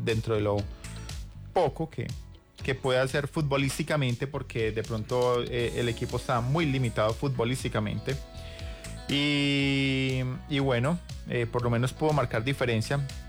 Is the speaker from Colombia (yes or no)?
yes; Colombia; nosotros como colombianos